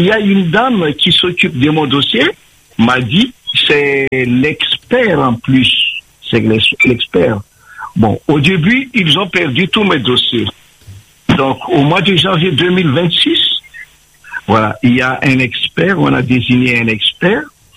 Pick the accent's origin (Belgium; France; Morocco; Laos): France; Voilà, oui, je suis français.